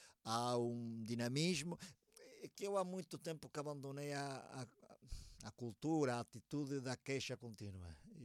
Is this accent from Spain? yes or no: yes; Vigo, Galicia, Spain; accent: Rías Baixas, Vigo Galician; Portuguese is a second language; E eu sou de Vigo